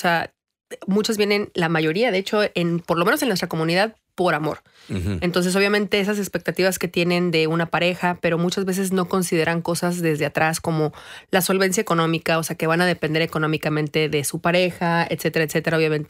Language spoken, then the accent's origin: Spanish; Mexico; nosotras que somos de México, bueno, yo hablo por México